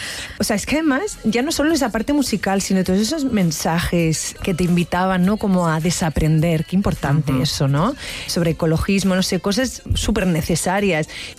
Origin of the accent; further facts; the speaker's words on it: Canary Islands, Spain; a ver, es que yo soy canaria, entonces yo pienso tropical y pienso en frutas, claro.